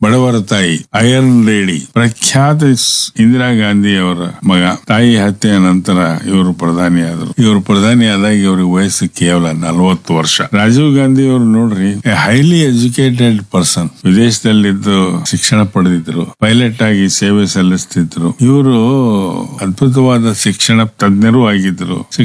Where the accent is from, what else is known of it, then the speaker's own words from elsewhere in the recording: Gadag, Karnataka, India; ನಾವು ಗದಗಿನವರು